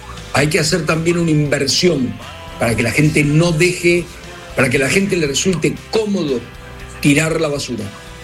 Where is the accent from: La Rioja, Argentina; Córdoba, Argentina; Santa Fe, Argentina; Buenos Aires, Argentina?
Buenos Aires, Argentina; moved away as an adult; now in Mendoza, Argentina; Soy porteño, viví toda la vida en la ciudad de Buenos Aires y hace 4 me mudé a Mendoza.